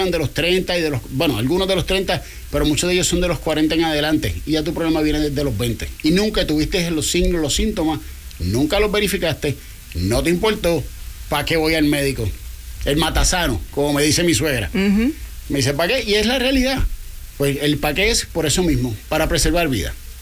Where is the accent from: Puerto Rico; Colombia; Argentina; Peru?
Puerto Rico; saben que yo soy puertorriqueño y como buen puertorriqueño